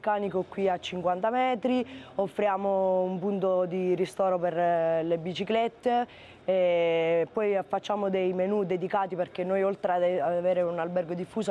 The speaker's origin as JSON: {"language": "Italian", "town": "Rotonda", "region": "Basilicata", "country": "Italy", "tie": "born or raised there", "said": "al momento non immagino una vita fuori da Rotonda. Mi piace vivere"}